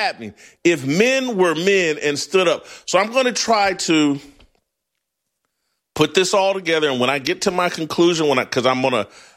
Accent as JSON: {"language": "English", "town": "Indianapolis", "region": "Indiana", "country": "United States", "tie": "born or raised there", "said": "my hometown of Indianapolis."}